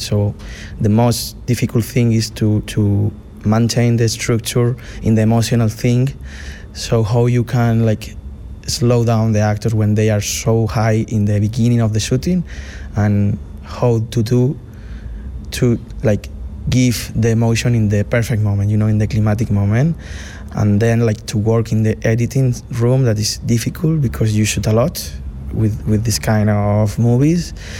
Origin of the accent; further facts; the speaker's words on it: Murcia, Region of Murcia, Spain; English is a second language; we are from Murcia, from the south of Spain.